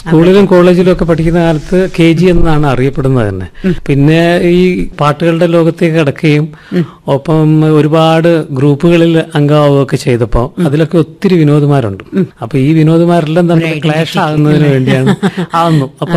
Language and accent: Malayalam; Kannur, Kerala, India; now in Thalassery, India; കണ്ണൂര് മുണ്ടയാടായിരുന്നു ഞാൻ ജനിച്ചതൊക്കെ.